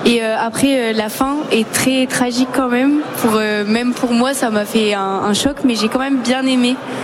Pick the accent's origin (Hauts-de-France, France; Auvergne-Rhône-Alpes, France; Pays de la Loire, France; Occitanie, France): Hauts-de-France, France; Moi, je suis d'à côté d'Amiens, donc 20 minutes, et j'ai 17 ans.